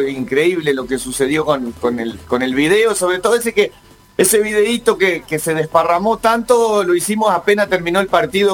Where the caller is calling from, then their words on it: Santa Rosa, La Pampa, Argentina; Yo estoy en Santa Rosa, La Pampa.